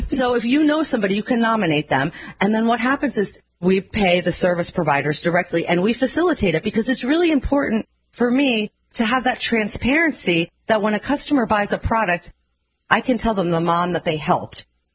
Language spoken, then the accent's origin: English; Moorestown, New Jersey, United States; also born or lived in Boston; Interestingly enough, I was born in Boston, but when I was four, we moved to right outside of Philadelphia, a town called Moorestown. It's by Cherry Hill.